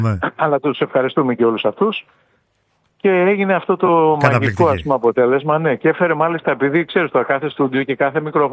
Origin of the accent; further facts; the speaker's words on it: Ionian Islands, Greece; Εγώ είμαι από την Κεφαλονιά, ναι.